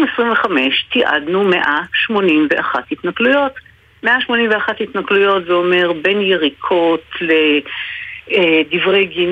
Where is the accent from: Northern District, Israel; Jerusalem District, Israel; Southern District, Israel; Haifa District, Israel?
Jerusalem District, Israel; Jerusalem; אני גדלתי בשנות ה-60 בירושלים, והיה ממש יחסית רגוע ביותר